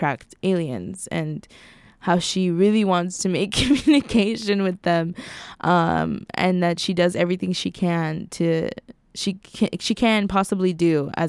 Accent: Chicago, Illinois, United States; I'm slightly shaming you because I'm from Chicago and I know who he is

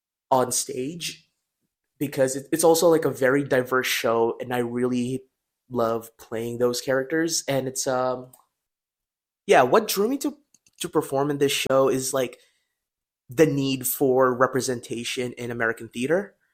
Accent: Philippines; now in United States; as a Filipino immigrant myself

